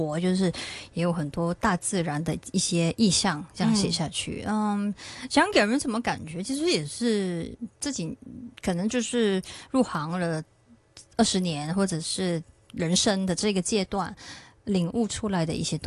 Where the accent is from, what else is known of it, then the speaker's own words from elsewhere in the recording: Singapore; 其实我童年不在香港长大，就是在新加坡，